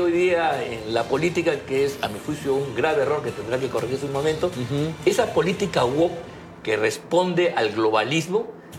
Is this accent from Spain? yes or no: no; Peru